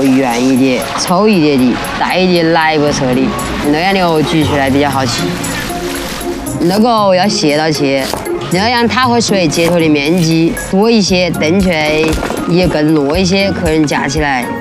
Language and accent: Chinese; Wuhan, Hubei, China; 我们武汉本地的菜店的九孔藕